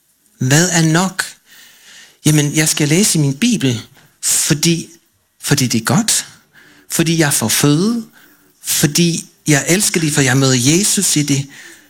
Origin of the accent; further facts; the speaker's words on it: Oregon, United States; Danish is a second language; now in Denmark; Jeg voksede op i Oregon, i en inner city, sådan en stor by, hvor der var en baptistkirke i nærheden